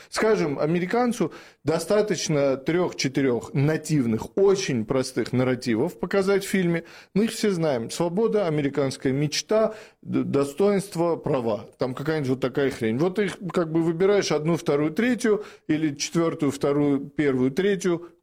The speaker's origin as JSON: {"language": "Russian", "country": "Russia", "tie": "born or raised there", "said": "я вырос в России, в русской культуре"}